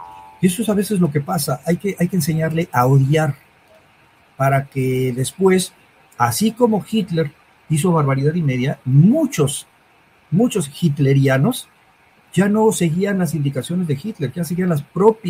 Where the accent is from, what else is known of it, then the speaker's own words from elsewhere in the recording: Mexico; nosotros como mexicanos